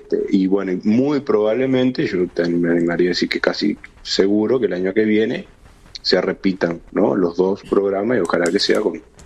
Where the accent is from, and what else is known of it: Montevideo, Uruguay; born there